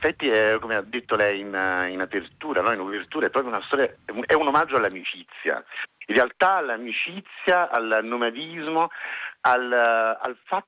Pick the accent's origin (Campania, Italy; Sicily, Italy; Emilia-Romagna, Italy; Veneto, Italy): Campania, Italy; Caserta; io sono originario di Caserta